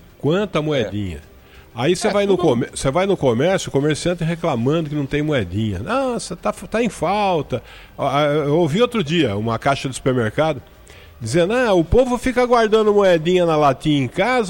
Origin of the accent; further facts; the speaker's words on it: São Paulo, Brazil; moved away; lá em São Paulo, minha terra natal, tem uma estátua do Duque de Caxias.